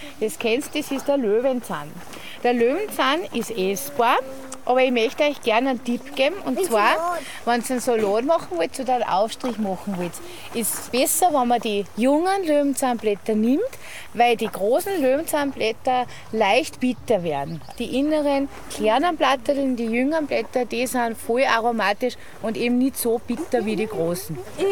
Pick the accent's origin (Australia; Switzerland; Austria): Austria; Mitterndorf; Ich bin aus Mitterndorf.